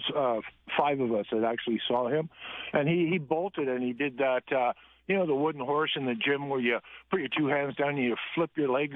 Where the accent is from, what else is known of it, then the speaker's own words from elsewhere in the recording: British Columbia, Canada; now in Alberta, Canada; I'm in Alberta now, but I was raised, born and raised in Vancouver Island